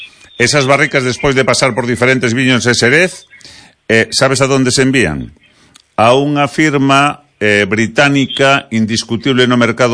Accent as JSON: {"language": "Galician", "region": "Galicia", "country": "Spain", "said": "E dime unha cousa, somos os galegos consumidores de whisky ou seguindo sendo máis de licores nosos tradicionais, non?"}